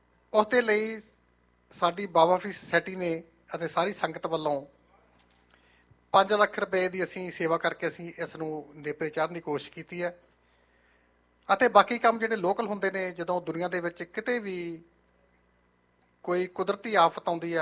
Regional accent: Punjab, India; also born or lived in Faridkot; now in Surrey, Canada; ਸਾਡੇ ਵਰਗੇ ਜਿਹੜੇ ਸਾਡੇ ਪਿੰਡ ਬੇਸ਼ੱਕ ਦੂਰ ਨੇ ਫਰੀਦਕੋਟ ਤੋਂ, ਅਸੀਂ ਉੱਥੇ ਪੜ੍ਹਦੇ ਰਹੇ, ਪੜ੍ਹਦੇ ਪੜ੍ਹਦੇ ਅਸੀਂ ਫਰੀਦਕੋਟ ਦੀ ਧਰਤੀ ਦੇ ਨਾਲ ਅਤੇ ਉੱਥੋਂ ਦੇ ਬਛੀਨਾਂ ਦੇ ਨਾਲ ਇੰਨਾ ਜੁੜ ਗਏ ਕਿ ਸਾਨੂੰ ਉਹ ਆਪਣਾ ਘਰ, ਆਪਣਾ ਸ਼ਹਿਰ ਲੱਗਦਾ ਹੈ।

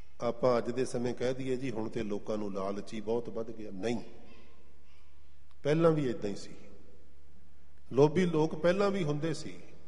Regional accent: Saheri, Punjab, India; ਮੇਰਾ ਇਲਾਕਾ ਹੈ ਮਰਿੰਡੇ ਦੇ ਕੋਲ, ਪਿੰਡ ਹੈ ਸਹੇੜੀ, ਗੰਗੂ ਬ੍ਰਾਹਮਣ ਦਾ ਪਿੰਡ।

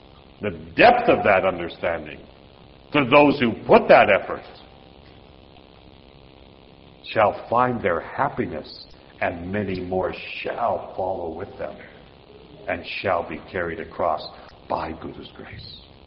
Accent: England, United Kingdom; Because I thought to myself, you know, I'm English, I can think different things.

